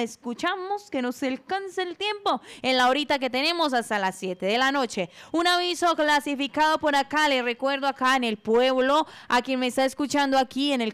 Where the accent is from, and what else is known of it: Briceño, Antioquia, Colombia